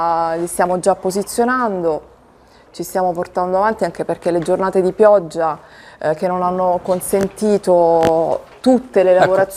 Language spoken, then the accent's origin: Italian; Taranto, Apulia, Italy; Sì, sono tarantina.